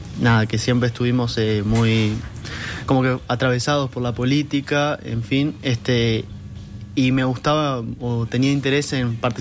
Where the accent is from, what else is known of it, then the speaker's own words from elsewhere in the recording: Minas, Lavalleja, Uruguay; moved away as an adult; now in Montevideo, Uruguay; yo soy del interior, en realidad soy estudiante del interior, soy de Minas.